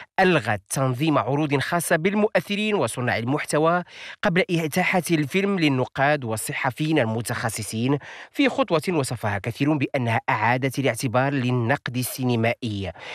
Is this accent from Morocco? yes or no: yes; Morocco